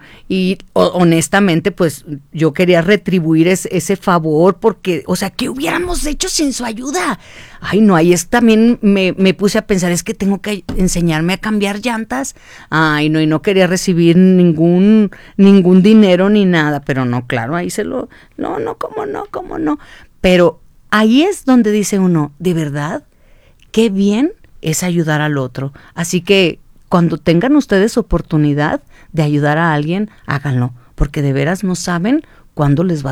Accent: Jalisco, Mexico; moved away; era ya rumbo a mi pueblo, a mi rancho. Entonces, ya saben, se tiene que agarrar la carretera Barra de Navidad y luego pasas que Cocula, Tecolotlán.

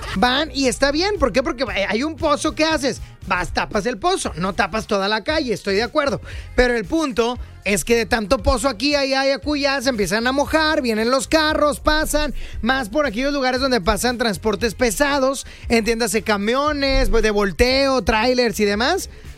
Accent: San Nicolás, Nuevo León, Mexico; born there; also born or lived in Apodaca / General Escobedo; Nunca he vivido en Guadalupe. Nomás he vivido en tres municipios. Ya decidan ustedes. Nada más he vivido en San Nicolás, Apodaca y Escobedo. Uno de esos tres es.

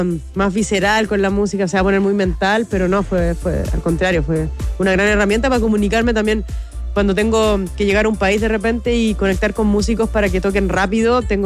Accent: Chile

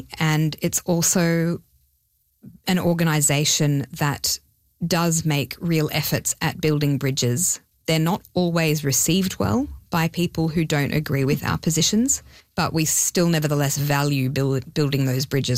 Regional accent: Sydney, New South Wales, Australia; first language Hebrew; English is a second language; moved away; I'm from Sydney, Australia originally, and I was born from Israeli parents. So I grew up speaking Hebrew

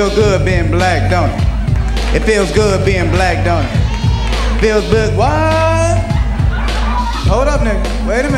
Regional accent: Atlanta, Georgia, United States; I'm from Atlanta, Georgia

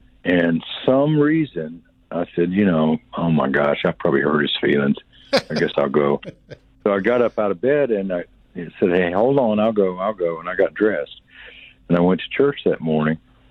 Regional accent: the South, United States; I was raised in the South.

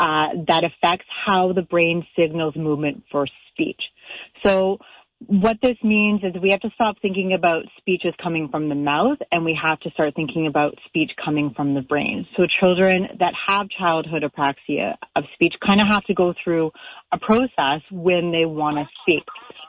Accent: England, United Kingdom; so I'm English, and if I go to speak French, I'm constantly having to process before I speak in French.

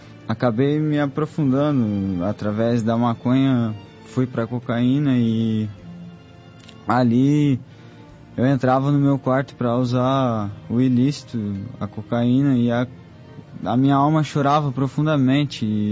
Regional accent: Joinville, Santa Catarina, Brazil; eu sou do estado de Santa Catarina, Joinville.

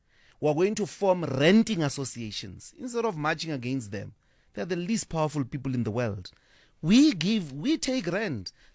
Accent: South Africa; not do it as an event, as a permanent, constant intervention of being a South African

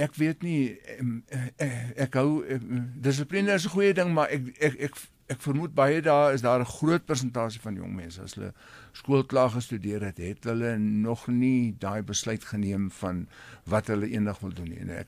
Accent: Durbanville, Western Cape, South Africa; moved away as an adult; also born or lived in Mossel Bay / Brandvlei / Caledon / Stellenbosch; toe het hy 'n pos in 1975 in Durbanville se laerskool hoof geword. En ons het toe getrek na 6 maande uit Caledon het ek en my ma en my twee susters en ons het daar gebly, laerskool klaar gemaak, hoërskool gemaak, gematrikuleer.

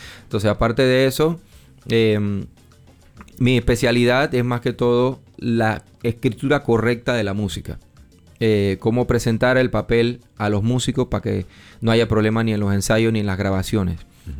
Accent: Panama; moved away as an adult; Y muy feliz de estar de vuelta en mi país, de vuelta en el calor de mi tierra

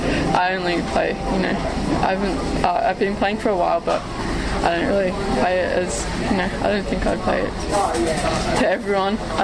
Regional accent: Melbourne, Victoria, Australia; We come from Melbourne. This little one comes from Byron Bay.

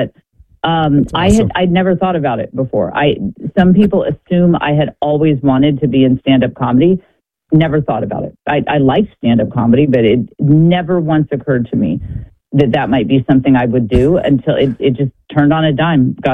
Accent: Austin, Texas, United States; I'm from Austin, Texas. I don't have any connection with Green Bay

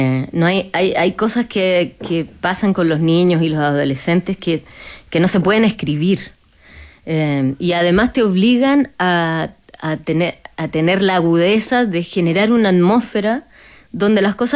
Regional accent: Chile; somos un país andino, ¿no? Y tenemos la cordillera ahí tan cerca que a veces la dejamos de ver.

